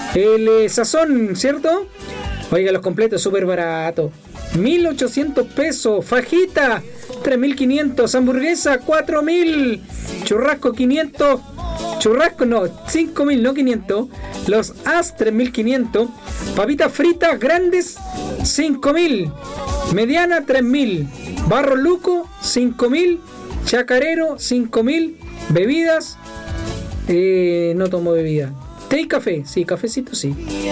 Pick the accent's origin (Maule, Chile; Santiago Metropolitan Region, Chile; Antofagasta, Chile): Maule, Chile; Panimávida; soy de acá de Panimávida, amigo mío. Panimávida, séptima región.